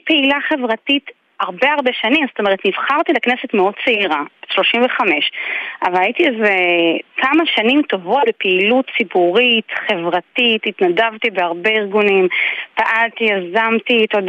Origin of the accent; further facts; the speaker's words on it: Migdal HaEmek, Northern District, Israel; ומבחינתי גם, אני אגיד רגע ברמה האישית, בכל זאת אני גדלתי במגדל העמק.